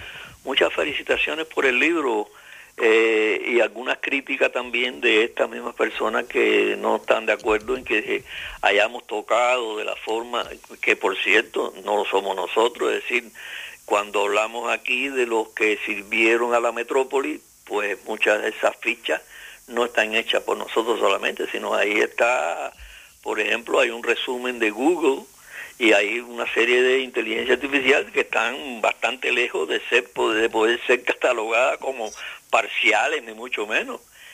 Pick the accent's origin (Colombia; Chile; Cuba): Cuba; San Antonio de los Baños, Artemisa; born there; ahí en San Antonio de los Baños, que es donde yo nací